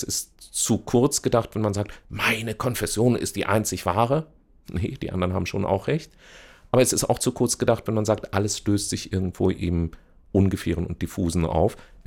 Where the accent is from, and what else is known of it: Marburg, Hesse, Germany; born or raised there